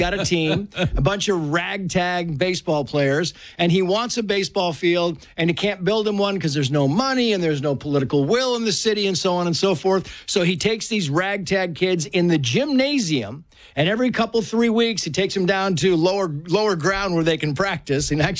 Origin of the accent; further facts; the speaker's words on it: Mammoth Lakes, California, United States; Yeah, it's my hometown. Mammoth is my hometown.